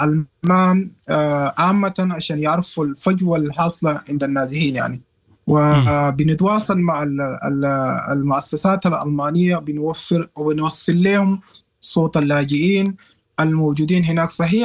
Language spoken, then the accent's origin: Arabic; Sudan; now in Germany; وأنا سوداني يعني أعرف لغتهم تماما